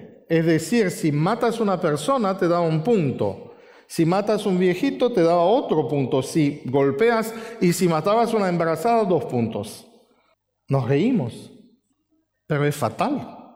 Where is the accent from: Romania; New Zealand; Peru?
Romania; moved away; En mi país hay, yo me acuerdo que cuando éramos chicos, mi papá trabajaba cuidando unas cabañas en la montaña y nos llevaba. Y a nosotros nos gustaba, porque hay montañas lindas en Rumania